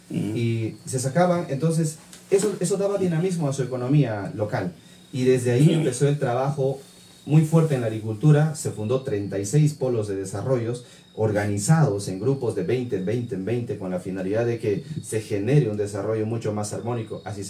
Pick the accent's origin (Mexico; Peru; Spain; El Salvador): Peru; Villa Rica, Pasco; Yo soy de Villarrica.